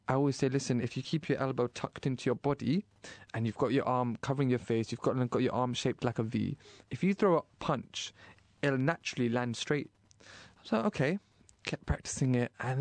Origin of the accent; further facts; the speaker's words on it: Pakistan; And being blind, being a Pakistani brown man, at first I was considered vulnerable.